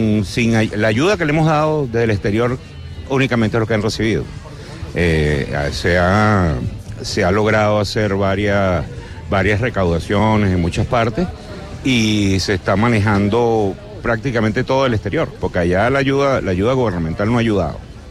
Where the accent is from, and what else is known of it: Venezuela; moved away as an adult; now in Curicó, Chile